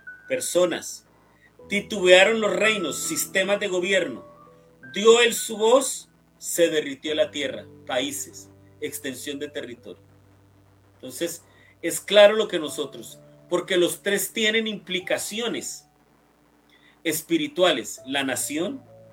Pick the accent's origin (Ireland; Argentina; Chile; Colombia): Colombia; yo soy de Colombia